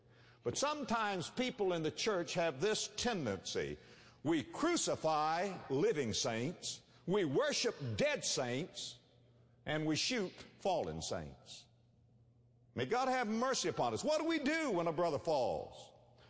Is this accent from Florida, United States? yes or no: yes; West Palm Beach, Florida, United States; I was raised in West Palm Beach, Florida.